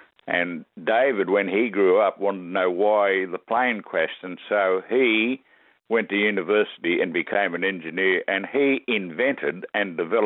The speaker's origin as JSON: {"language": "English", "town": "Maitland", "region": "New South Wales", "country": "Australia", "tie": "born there", "said": "Well, yeah, I was born in the Hunter Valley, Maitland, New South Wales, a long time ago, back in 1934"}